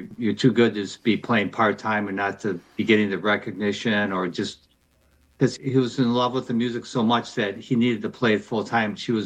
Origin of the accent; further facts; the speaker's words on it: Saint Paul, Minnesota, United States; But I grew up in St. Paul and I've been here all my life